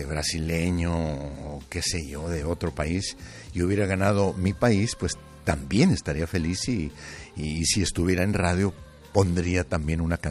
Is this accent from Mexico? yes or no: yes; Mexico; Pues soy mexicano, estoy contento, feliz, orgulloso